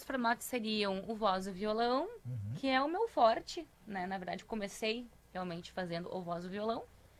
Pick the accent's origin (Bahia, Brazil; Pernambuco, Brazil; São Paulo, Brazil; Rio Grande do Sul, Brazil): Rio Grande do Sul, Brazil; Novo Hamburgo; also born or lived in Estância Velha; Estância Velha, né? Uhum. Sou natural de Novo Hamburgo.